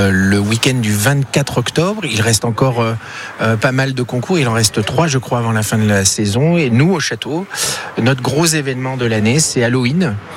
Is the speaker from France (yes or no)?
yes; Arnac-Pompadour, Nouvelle-Aquitaine, France; Moi, je suis un enfant du pays, hein, pour faire court. J'ai la chance de travailler pour la ville que j'aime depuis que je suis tout jeune.